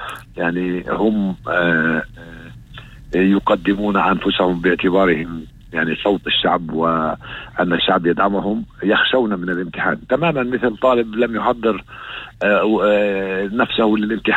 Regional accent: Palestine

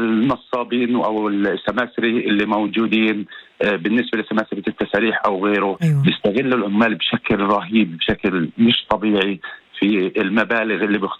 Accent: Hebron, West Bank, Palestine; بصراحة أنا من منطقة الجنوب من الخليل، وطول فترة شغلي كانت عملي في منطقة الجنوب في عراد في السبع.

